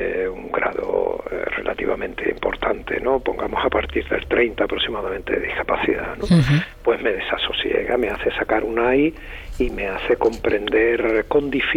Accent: Málaga, Andalusia, Spain; como decimos en Málaga, en mi tierra?

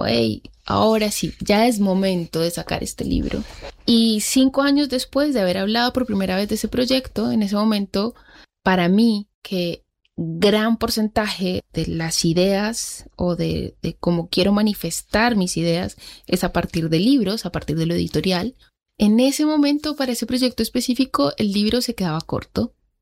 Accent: Bogotá, Colombia; born there; moved away as an adult; also born or lived in Argentina / Spain / Mexico / Denmark; de origen colombiano. Nací en Bogotá y hace más de 10 años llevo migrando de forma constante a diferentes países. He vivido en Argentina, en España, en México, en Dinamarca y de forma un poco más intermitente en Estados Unidos.

